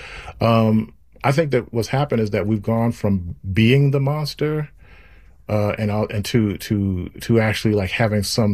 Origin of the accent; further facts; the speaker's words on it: Mississippi, United States; I'm from Mississippi, and I grew up with the blues, and I grew up in those spaces and gyp joints and things of that nature